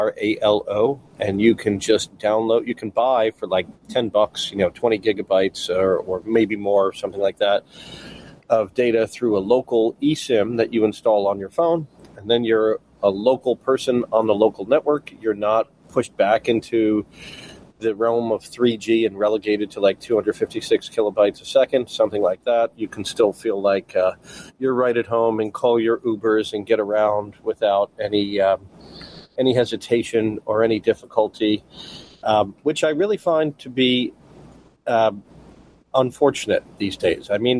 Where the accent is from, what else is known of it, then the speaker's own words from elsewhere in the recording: United States; I said, well, it's 4th of July. I'm an American. I'm going to go knock on the door of the American embassy.